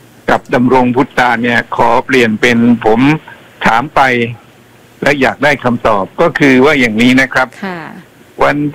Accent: Bangkok, Thailand; ก็เพราะว่าผมเป็นคนกรุงเทพที่อยู่คอนโดมิเนียมสูงอยู่ชั้น24 อยู่แถวบางพลัดเนี่ยนะฮะ

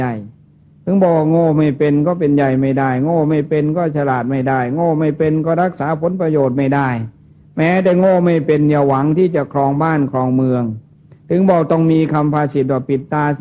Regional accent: Isan, Thailand; ยังเป็นเอกลักษณ์ลูกอีสานอยู่ลูกชาวนาชาวไร่

